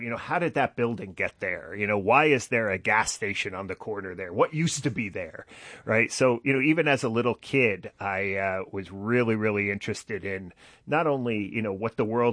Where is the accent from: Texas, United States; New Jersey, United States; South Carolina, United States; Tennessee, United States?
New Jersey, United States; moved away as an adult; also born or lived in central Pennsylvania; now in Madison, United States; born and raised in New Jersey.